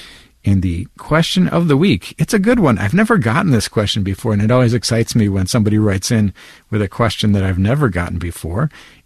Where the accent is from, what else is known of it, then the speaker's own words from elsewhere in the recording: Ireland; being an Irish guy myself, I know how much the Irish love to talk